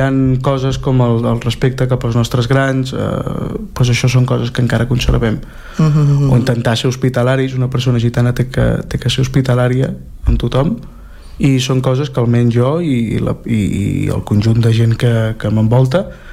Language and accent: Catalan; Barcelona, Catalonia, Spain; Nosaltres som catalans de pura cepa, sí. El parlem a casa des de sempre i sí, el parlem, aquí el parlem molt.